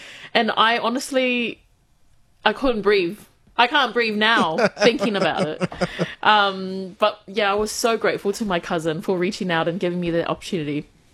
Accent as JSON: {"language": "English", "country": "New Zealand", "tie": "born or raised there", "said": "It was fun. I think being the eldest, it was a lot serious. It was a lot more serious for me than my younger siblings."}